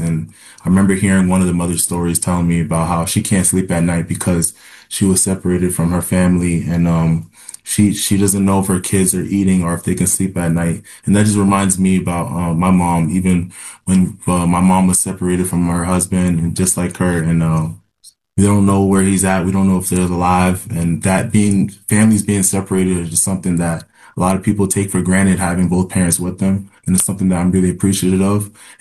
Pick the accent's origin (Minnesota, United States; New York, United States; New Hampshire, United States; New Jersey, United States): New Hampshire, United States; And eventually we were resettled with the help of the UNHCR into America, where I grew up in New Hampshire